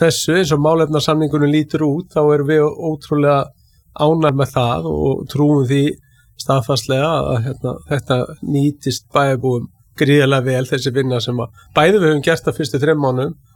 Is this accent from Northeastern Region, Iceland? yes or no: no; Keflavík, Southern Peninsula, Iceland; Jú, sko, ég er heim megin við, en, jú, ég er Keflvíkingur og hérna við eigum auðvitað, hérna, Keflavík og Njarðvík